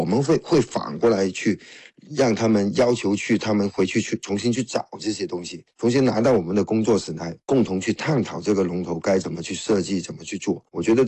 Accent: Guangzhou, Guangdong, China; 因为我们广州这边的龙舟呢，是在一些狭窄的河涌里面去划

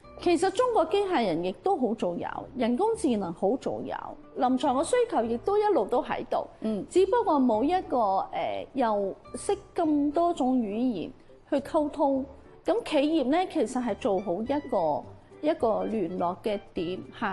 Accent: Macau; 回歸25周年嚇，身為澳門人，四星產業應該係有責任去向前行一步嘅。

